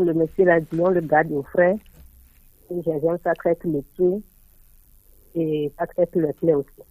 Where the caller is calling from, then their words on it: Ghana; j'appelle de Ghana.